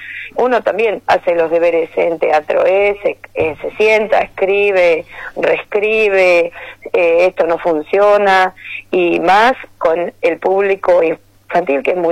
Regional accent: Coronel Pringles, Buenos Aires Province, Argentina; soy de Pringles y muchas veces es difícil cursar presencial, uno tiene que irse a vivir a Buenos Aires.

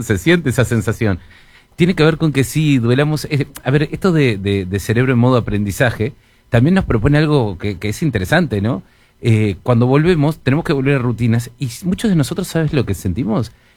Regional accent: Montevideo, Uruguay; now in Maldonado, Uruguay; Igual yo que también soy migrante, ¿no? Porque vengo de Montevideo, nos vinimos en el 90 para acá, ya me siento más parte de acá.

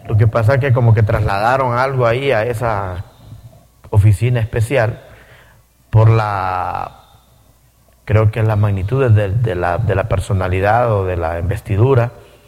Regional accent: Honduras

